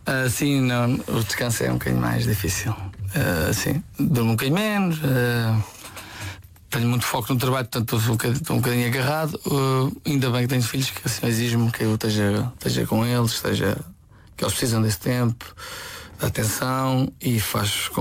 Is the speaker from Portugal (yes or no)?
yes; Lourinhã, Lisbon, Portugal; não sou do Oeste, orgulhosamente sou de Ribamar, de Lourinhã, sou português acima de tudo.